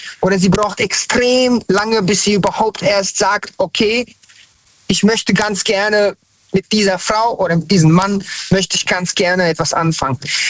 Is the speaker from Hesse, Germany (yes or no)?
yes; Hanau, Hesse, Germany; aber ich bin in Hessen, Hanau, Hessen-Frankfurt aufgewachsen und bin dann nach Hanau gezogen.